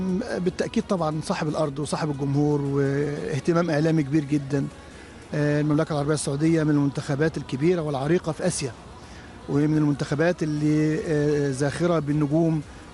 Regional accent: Egypt; now in Saudi Arabia; أنا مصري طبعا

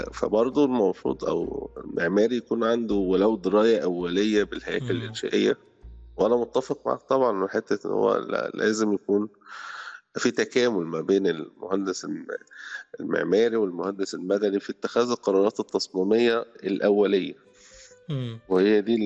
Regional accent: Egypt; بعد ما خلصت الثانوية العامة عندنا في مصر

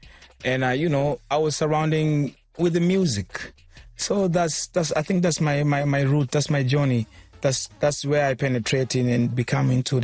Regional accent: Arusha, Tanzania; It was a group with 4 members back in Arusha. I was born and raised in Arusha. Yeah. So we came from Arusha, and then later on, we had to go to Dar because Dar is where everything is.

